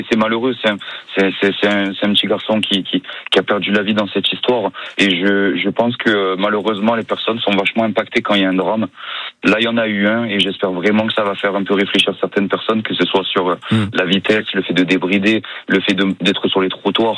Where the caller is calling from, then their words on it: Marseille, Provence-Alpes-Côte d'Azur, France; Moi, je suis sur Marseille.